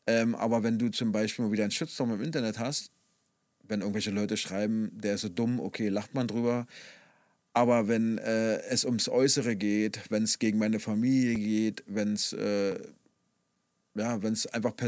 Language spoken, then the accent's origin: German; Berlin, Germany; ich bin ja damals im Osten in Marzahn-Hellersdorf groß geworden, war ja auch ein raues Pflaster.